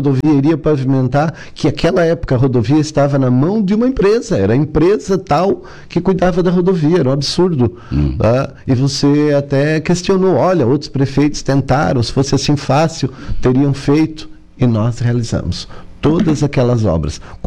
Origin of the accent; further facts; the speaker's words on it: Forquilhinha, Santa Catarina, Brazil; born there; na localidade de São Gabriel, que fica vizinho ao São Jorge, ali Forquilinha, onde eu nasci